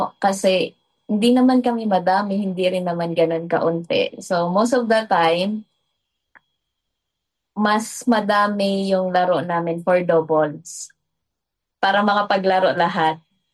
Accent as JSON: {"language": "Tagalog", "town": "Catarman", "region": "Northern Samar", "country": "Philippines", "tie": "born or raised there", "said": "Sa probinsya ko kung saan po talaga ako pinanganak, actually born and raised from Samar, Katarman, Northern Samar."}